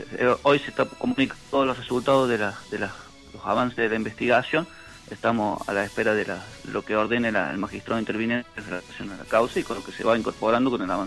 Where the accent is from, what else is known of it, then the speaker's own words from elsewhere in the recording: Oliva, Córdoba, Argentina; now in Hernando, Argentina; yo soy nativo de Oliva